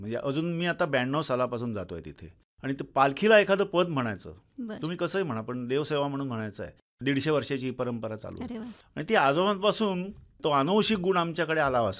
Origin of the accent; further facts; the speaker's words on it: Tulas, Maharashtra, India; बालपण माझं वेंगुला तालुक्यातील तुळसगावी गेलं. आम्ही 12 भावंड, वडील शेती करायचे